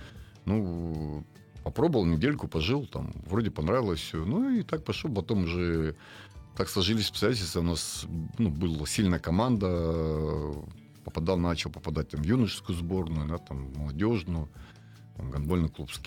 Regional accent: Krasnodar Krai, Russia; я сам родом из Краснодарского края

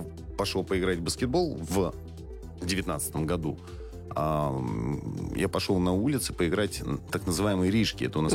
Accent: Chelyabinsk, Chelyabinsk Oblast, Russia; я просто вырос в Челябинске

